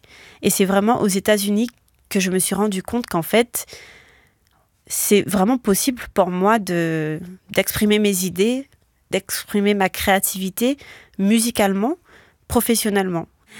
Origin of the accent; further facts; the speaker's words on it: Guadeloupe; now in United States; quand j'ai grandi en Guadeloupe